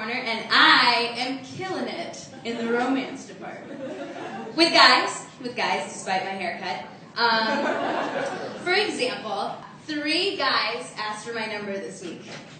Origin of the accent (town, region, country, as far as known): Arkansas, United States